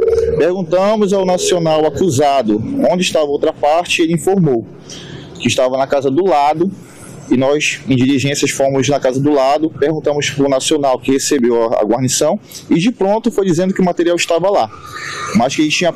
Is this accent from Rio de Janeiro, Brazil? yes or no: no; Mãe do Rio, Pará, Brazil; onde eu sou de Mãe do Rio, né?